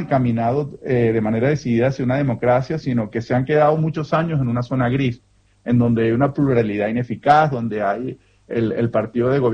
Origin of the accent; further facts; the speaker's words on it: Venezuela; moved away; Mira, yo como venezolano, como defensor de derechos humanos y sociólogo, por supuesto me gustaría que cualquier mecanismo que se habilitara diera una solución para la grave crisis venezolana y que todos pudiéramos regresar al país con seguridad